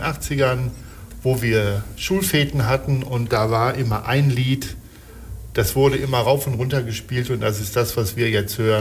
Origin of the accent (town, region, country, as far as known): Hagen, North Rhine-Westphalia, Germany; born or raised there; moved away